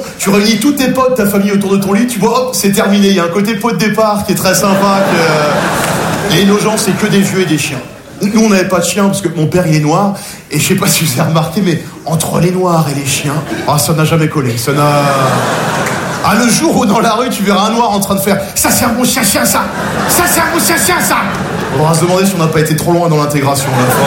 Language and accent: French; Nogent-sur-Marne, Île-de-France, France; J'ai grandi à Nogent-sur-Marne, je suis passionné. petite banlieue très bourgeoise, genre la Marne, les guinguettes